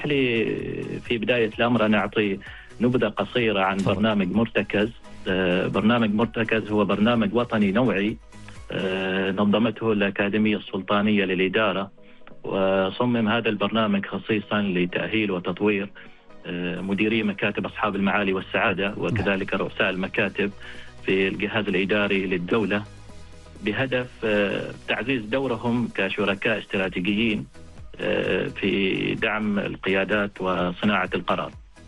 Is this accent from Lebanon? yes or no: no; Oman; في بلدنا سلطنة عمان